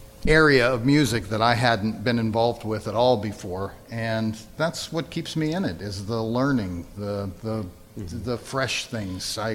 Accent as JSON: {"language": "English", "country": "United States", "tie": "born or raised there", "said": "I was born and raised in Butler County."}